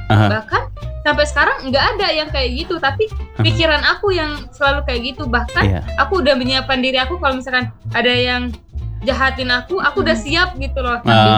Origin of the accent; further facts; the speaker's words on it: South Sumatra, Indonesia; moved away; also born or lived in Lampung; Aku awalnya dari Sumatera Selatan. Asalnya dari Sumatera Selatan. Nah, ngerantau ke Lampung itu sama nenek aku dan budi aku di sana.